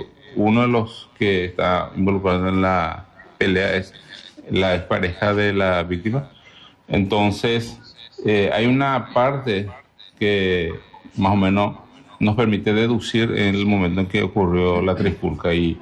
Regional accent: Ciudad Ayala, Morelos, Mexico; Yo soy de Ayala.

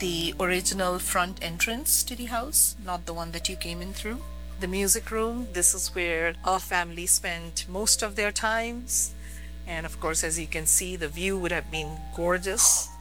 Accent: India; I was born in India X decades ago. I won't tell you how many decades ago. I grew up with a very sort of broad mindset.

